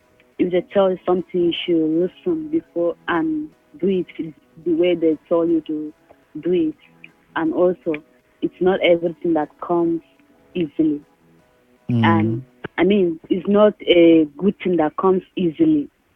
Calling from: Abuja, Federal Capital Territory, Nigeria; calling from Maitama.

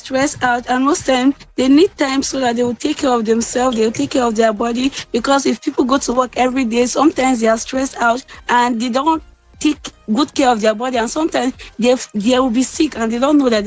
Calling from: Abuja, Federal Capital Territory, Nigeria

